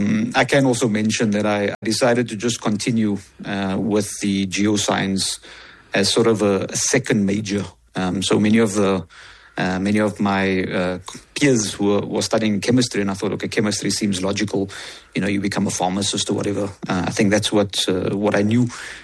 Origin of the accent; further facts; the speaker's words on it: Cape Town, Western Cape, South Africa; I grew up in Retreat